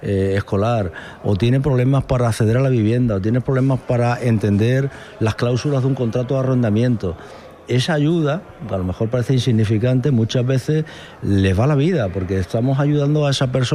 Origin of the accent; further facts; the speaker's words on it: Andalusia, Spain; tengo una conciencia tan grande como andaluz, lo he vivido tanto